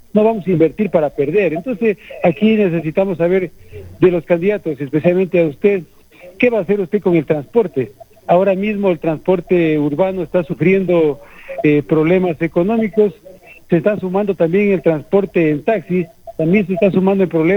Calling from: Loja, Ecuador

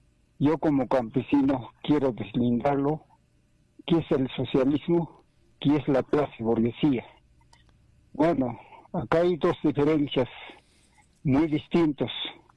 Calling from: Peru; Le llamo de provincia de Azanga, del medio rural.

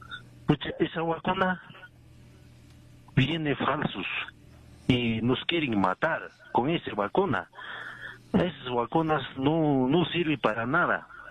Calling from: Taraco, Puno, Peru

